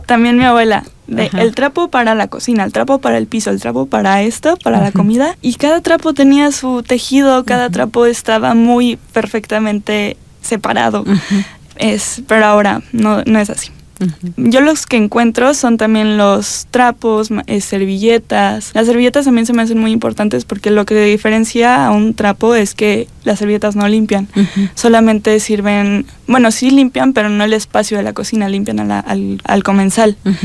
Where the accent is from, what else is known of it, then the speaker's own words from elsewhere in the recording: Querétaro, Mexico; Pues me gusta la Lele porque soy aquí de Querétaro y quiero traerla en mi mandil.